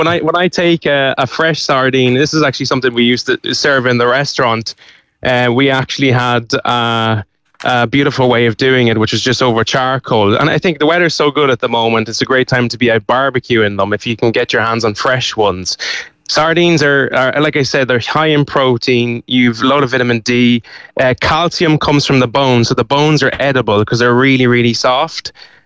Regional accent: Cavan, Ulster, Ireland; now in Dublin, Ireland; I'm originally from Cavan. I can't tell you. I'd get them in Cavan, to be honest.

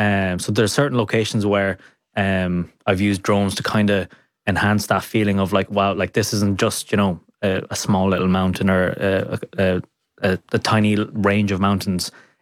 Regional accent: Ireland; Like, we're Irish, we don't like change

